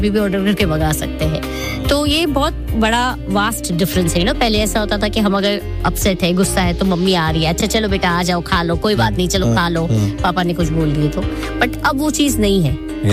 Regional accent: Mumbai, Maharashtra, India; हम है बॉम्बे से

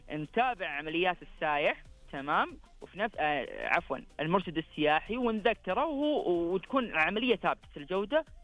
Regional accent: Saudi Arabia; على عاتقنا كجادو او كسعوديين لابد ان نساهم في هذه التنميه ونشارك العالم هذا التطور الكبير

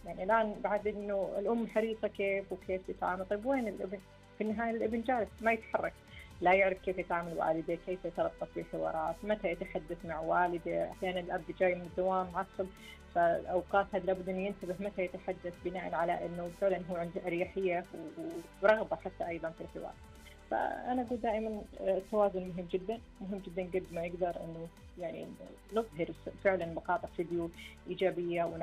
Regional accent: Saudi Arabia; أنا سعودية

